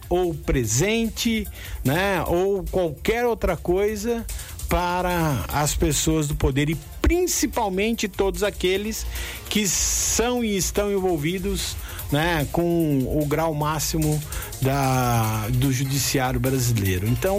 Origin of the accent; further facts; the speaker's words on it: Brazil; E você, eu, que somos brasileiros